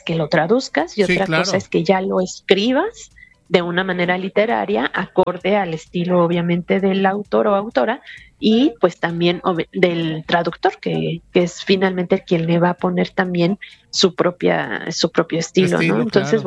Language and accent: Spanish; Mexico; como mexicana tengo que apoyar a México